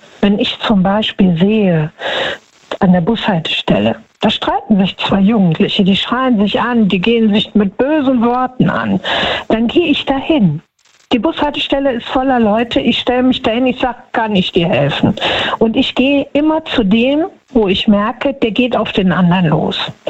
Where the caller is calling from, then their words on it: Düsseldorf, North Rhine-Westphalia, Germany; Hallo aus NRW.